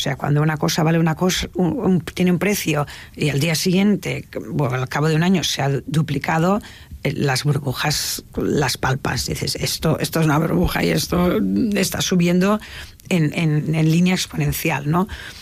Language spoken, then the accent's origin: Spanish; Tarragona, Catalonia, Spain; De hecho, yo que soy de un pueblo, soy de Tarragona y de Morella, por parte de padre, un pueblecito maravilloso en Castellón